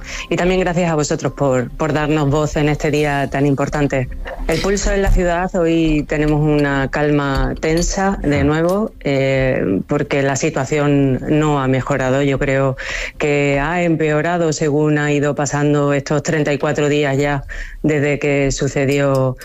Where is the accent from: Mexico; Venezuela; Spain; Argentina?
Spain; Ceuta; Los que somos de Ceuta conocemos evidentemente a nuestros vecinos porque al final es una ciudad pequeña y todos nos conocemos y todos sabemos, ¿no?